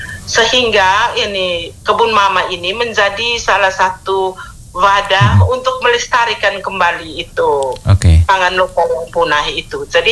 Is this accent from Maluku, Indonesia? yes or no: no; East Nusa Tenggara, Indonesia; masyarakat adat kami di desa Wogo.